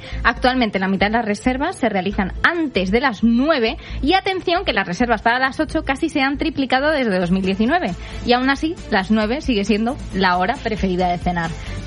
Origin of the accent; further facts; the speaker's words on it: Spain; Bueno, es que los españoles somos europeos.